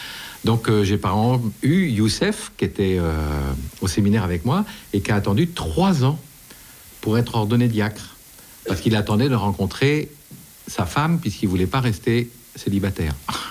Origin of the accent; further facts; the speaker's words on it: Brest, Brittany, France; Je suis originaire de Brest même, où je suis né, mais le berceau familial est rennais